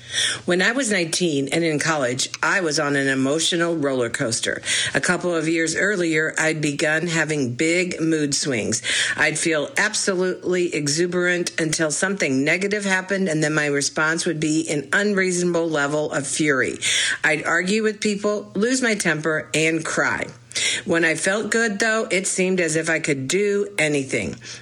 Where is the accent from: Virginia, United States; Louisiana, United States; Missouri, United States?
Missouri, United States; Columbia; born or raised there